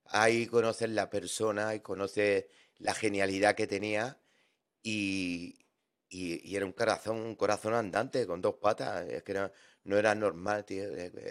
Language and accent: Spanish; Andalusia, Spain; Nosotros somos andaluces, tío.